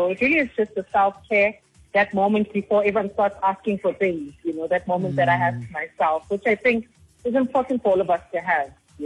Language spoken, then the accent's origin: English; Pietermaritzburg, KwaZulu-Natal, South Africa; moved away; also born or lived in Durban / Vaal, Gauteng; So I was born in Durban, raised in Pietermaritzburg